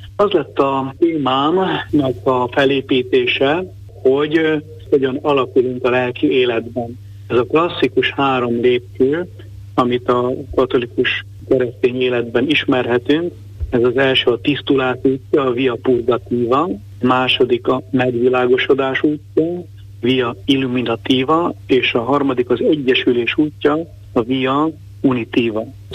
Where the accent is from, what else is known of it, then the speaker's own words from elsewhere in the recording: Hasznos, Heves, Hungary; born there; now in Mátraszentimre, Hungary; ki vagyok én, 1964-ben születtem valóban, hasznosan egy kis faluban, a Mátrában